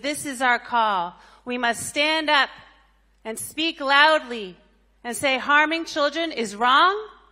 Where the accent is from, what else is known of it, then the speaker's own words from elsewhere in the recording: Texas, United States; I'm from Texas, and along with my daughter, I've seen directly the suffering caused by ICE in my congregation.